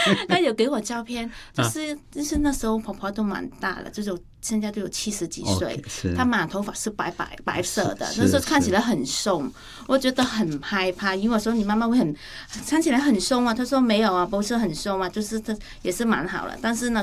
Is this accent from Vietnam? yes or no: yes; Vietnam; moved away as an adult; now in Taiwan; 是因为我们越南人是比较喜欢吃辣和酸的食物，